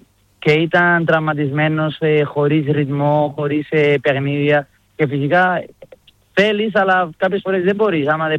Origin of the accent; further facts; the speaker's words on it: Mallorca, Balearic Islands, Spain; Greek is a second language; εγώ είμαι από Μαγιόρκα και θέλω να μένω Μαγιόρκα.